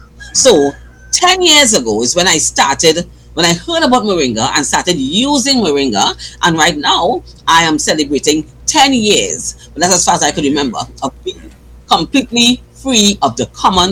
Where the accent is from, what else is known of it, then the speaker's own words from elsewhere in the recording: Diego Martin, Trinidad & Tobago; I hail from Diego Martin.